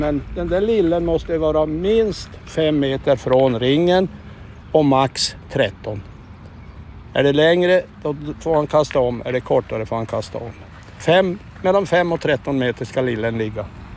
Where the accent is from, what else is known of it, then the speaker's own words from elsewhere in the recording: Kalix, Norrbotten County, Sweden; born there; now in Arvidsjaur, Sweden; och jag är född i Kalix. Och varför jag är här i Arvidsjaur beror på att jag har varit officer